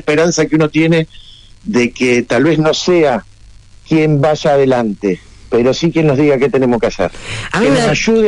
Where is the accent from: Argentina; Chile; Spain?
Argentina; Berazategui, Buenos Aires Province; soy un negrito de Berazategui